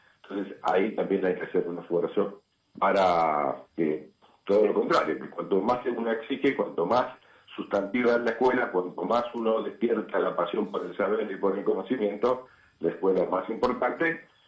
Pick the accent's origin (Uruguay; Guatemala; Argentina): Argentina